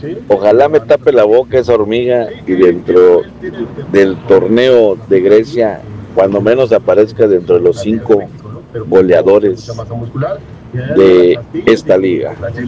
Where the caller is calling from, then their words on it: Mexico; Como mexicanos se lo deseamos